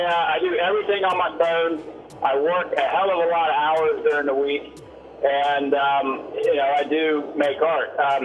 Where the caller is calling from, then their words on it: Virginia, United States; Out here in Virginia.